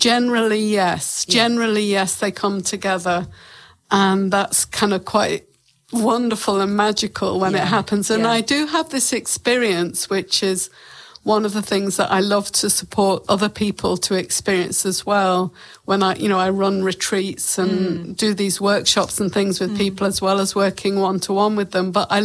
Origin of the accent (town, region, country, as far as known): England, United Kingdom; now in New Zealand